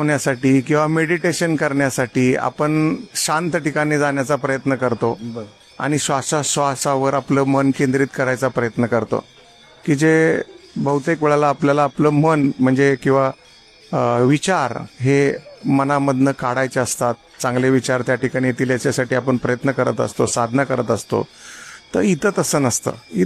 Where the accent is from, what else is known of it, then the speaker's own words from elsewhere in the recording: Phaltan, Maharashtra, India; also born or lived in Mumbai; now in Kolhapur, India; मी मूळचा फलटणचा आहे, परंतु मुंबई हायकोर्टामध्ये गेले 28 वर्ष ते प्रॅक्टिस करत आलेलो आहे आणि आता मागील 1 वर्षापासून कोल्हापूर या ठिकाणी प्रॅक्टिस करतोय, तिथे शिफ्ट झालेलो आहे।